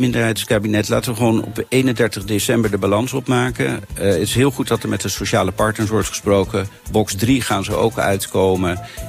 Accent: Netherlands; ik als Nederlander

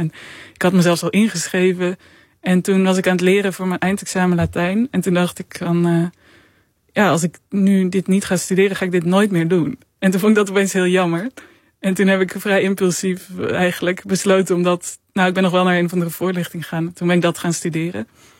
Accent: Netherlands; En wij als Nederlanders die daarheen gaan.

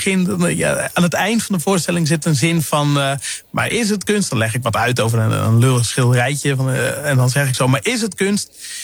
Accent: Sneek, Friesland, Netherlands; Ik groeide op in Sneek, hè.

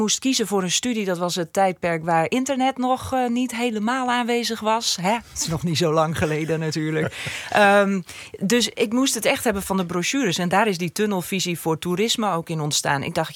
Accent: Ameland, Friesland, Netherlands; omdat ik van Ameland kom, echt het uiterste puntje van Friesland. Mensen kunnen aan me horen dat ik uit Friesland kom, vinden ze soms ook wel wat van.

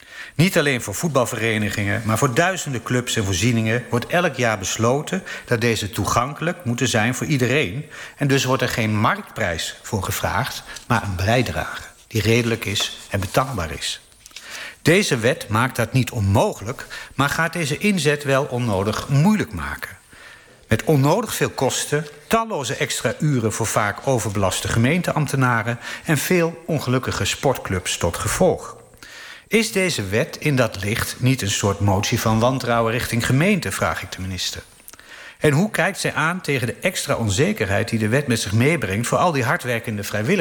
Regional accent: Gelderland, Netherlands; born or raised there

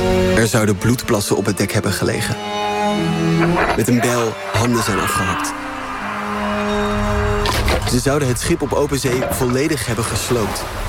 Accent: Katwijk, South Holland, Netherlands; Zo ook in Katwijk aan Zee. Het dorp waar ik vandaan kom. Het is een vissersdorpje aan de kust net boven Den Haag.

